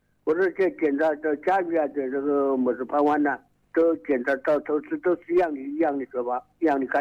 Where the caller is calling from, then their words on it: Jiayu, Hubei, China; 我是嘉鱼的，潘家湾的。